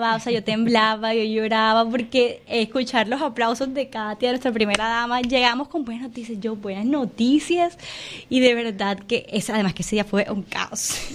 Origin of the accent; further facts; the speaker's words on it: Barranquilla, Atlántico, Colombia; como colombianos, como barranquilleros, ver desde otra perspectiva sus necesidades